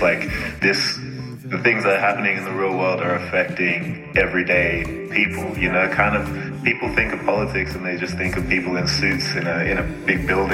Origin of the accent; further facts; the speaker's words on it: Canberra, Australian Capital Territory, Australia; growing up in Canberra